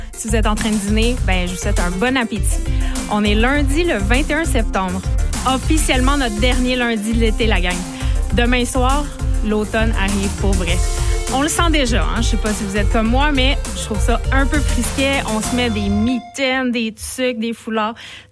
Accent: Lévis, Quebec, Canada; moved away; Je viens de Lévis, je vous en ai parlé la dernière fois.

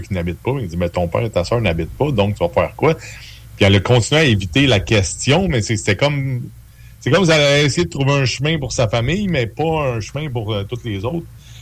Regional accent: Canada; on est Canadien, on habite au Canada, on veut changer de pays, c'est compliqué.

